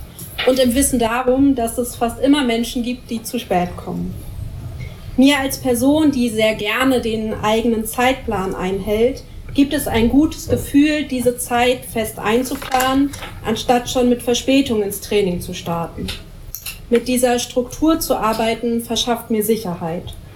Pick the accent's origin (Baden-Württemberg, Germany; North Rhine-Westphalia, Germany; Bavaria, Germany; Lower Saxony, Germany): Lower Saxony, Germany; born there; Genau, ihr wisst schon, ich bin im Wendland geboren. Da ist einfach ein Umfeld, was so sehr widerständig alternativ ist.